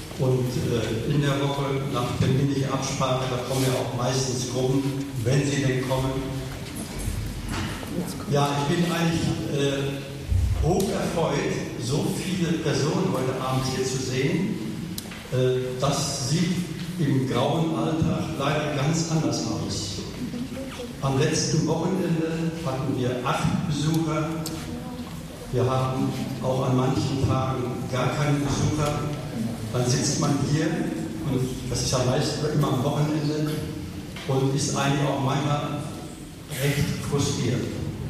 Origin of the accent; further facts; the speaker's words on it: North Rhine-Westphalia, Germany; moved away as an adult; now in Schleswig-Holstein, Germany; Ich bin zwar kein Norddeutscher, ich bin ein gebürtiger Ruhrpottler, aber fühle mich in Schleswig-Holstein schon seit 30 Jahren wohl.